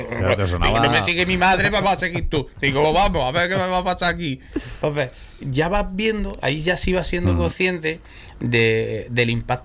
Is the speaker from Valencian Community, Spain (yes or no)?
no; Andalusia, Spain; Somos andaluces